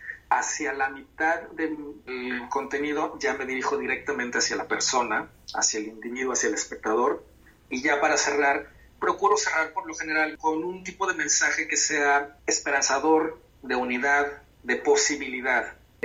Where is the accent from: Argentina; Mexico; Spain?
Mexico; voy a comenzar una gira nacional aquí en mi país